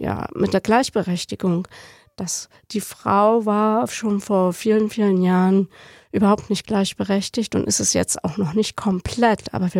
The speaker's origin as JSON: {"language": "German", "region": "East Germany", "country": "Germany", "tie": "born or raised there", "said": "da, wo ich aufgewachsen bin, in der DDR, da kannte man den Muttertag überhaupt nicht."}